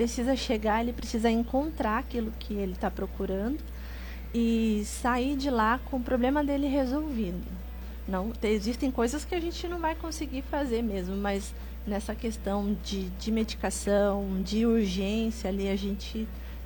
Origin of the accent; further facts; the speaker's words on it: Campos do Jordão, São Paulo, Brazil; moved away as an adult; now in Pindamonhangaba, Brazil; a gente viesse morar para Pinda, né, que nós somos de Campos do Jordão.